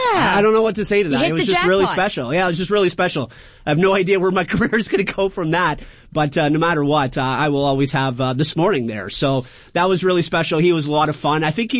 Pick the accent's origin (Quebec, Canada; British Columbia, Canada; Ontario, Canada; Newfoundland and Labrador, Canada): Ontario, Canada; Sudbury; moved away; I grew up in Sudbury, and we didn't get a lot of radio stations up there.